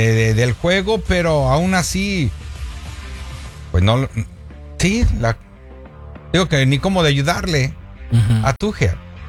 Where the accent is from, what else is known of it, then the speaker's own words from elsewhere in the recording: Mexico; Yo soy mexicano, pues.